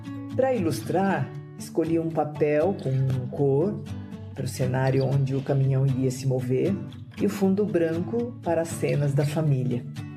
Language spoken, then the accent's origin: Portuguese; Brazil; moved away; Visito um lugar chamado Asahi, um lugar da memória. O sítio onde nasci, cresci, ouvi as histórias da minha avó, brinquei bastante. Frequentei a escola rural.